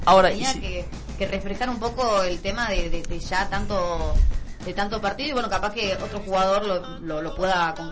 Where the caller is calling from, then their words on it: Argentina; como todo argentino